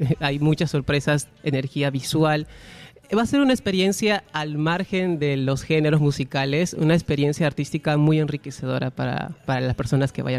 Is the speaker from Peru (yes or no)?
yes; Peru; siempre seré andino porque somos un país andino, ¿no?